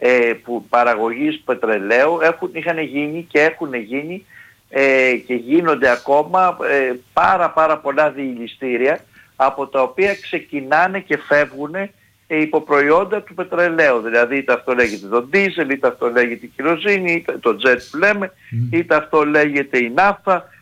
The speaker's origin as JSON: {"language": "Greek", "country": "Greece", "said": "σαν Έλληνες"}